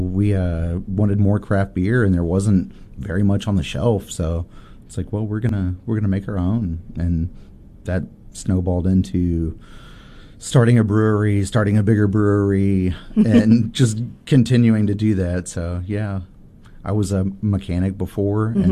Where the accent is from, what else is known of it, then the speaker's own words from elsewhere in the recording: Illinois, United States; moved away as an adult; Yeah, so I'm from Southern Illinois. Moved down here whenever I was 19 years old, which was like 2002.